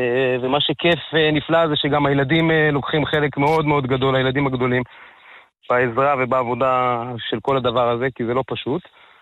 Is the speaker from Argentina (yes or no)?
no; Beit Hashmonai, Central District, Israel; אני במקור מבית חשמונאי, אשתי מקריית אונו במקור